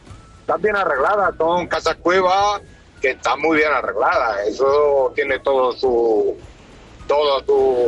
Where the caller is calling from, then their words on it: Galera, Andalusia, Spain; De un pueblecillo de Granada, llamado Galera.